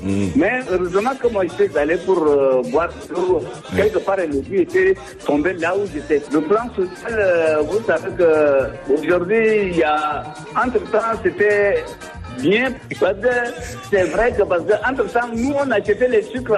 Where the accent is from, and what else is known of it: Chad